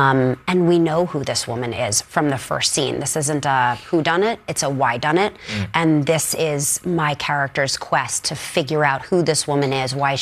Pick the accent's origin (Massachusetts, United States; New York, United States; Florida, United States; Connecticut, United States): New York, United States; born and bred in New York.